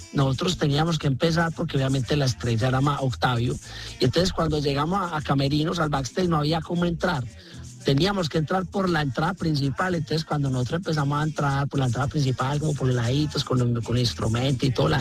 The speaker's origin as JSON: {"language": "Spanish", "town": "El Carmen de Viboral", "region": "Antioquia", "country": "Colombia", "said": "yo soy del Carmen, que es ahí al ladito."}